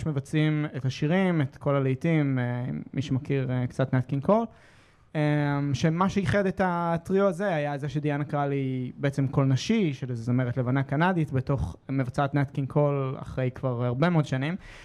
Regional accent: Kfar Yedidia, Central District, Israel; born there

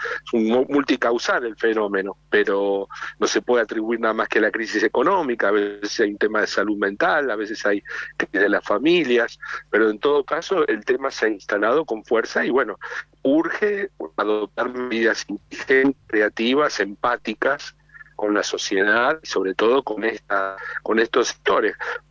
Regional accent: Buenos Aires, Argentina; now in Mendoza, Argentina; si soy originario del AMBA, estoy en Mendoza, ¿no?

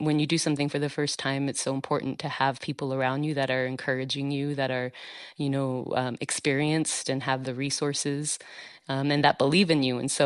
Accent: El Paso, Texas, United States; I grew up in El Paso, and that's not the reality of the lives that live there.

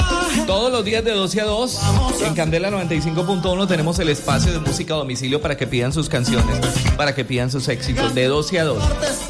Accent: Colombia; Somos más colombianos que nunca

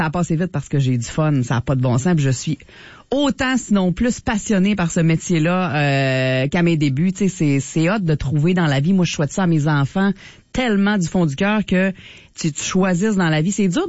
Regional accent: Quebec City, Quebec, Canada; moved away as an adult; now in Saguenay-Lac-Saint-Jean, Canada; retourner à Québec, je venais de Québec

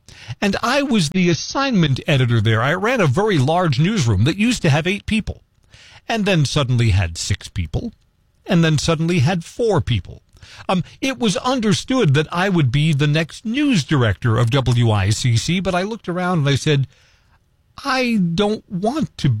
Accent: Fairfield, Connecticut, United States; also born or lived in Brooklyn; home in Fairfield, Connecticut. That's the place that my family moved to when I was in middle school. We moved from Brooklyn to Fairfield.

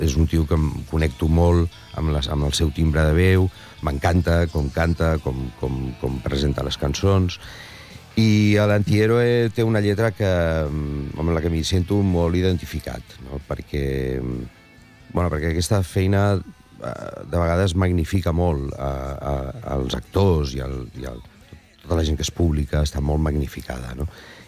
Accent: Alcoy, Valencian Community, Spain; del meu poble, d'Alcoi

